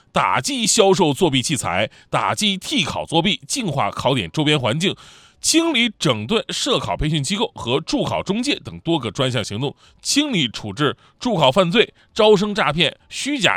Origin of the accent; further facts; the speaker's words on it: Northeast China, China; 作为一个东北人